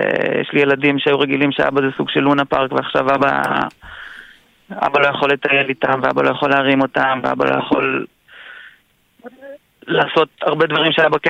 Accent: Haifa, Haifa District, Israel; born there; גם גדלתי בפנימיה הצבאית של הריאלי בחיפה.

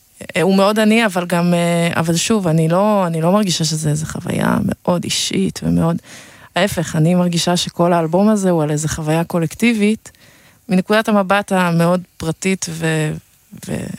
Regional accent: France; moved away; אמא שלי צרפתיה, גדלתי בצרפת, וזה חלק מאוד גדול ממי שאני

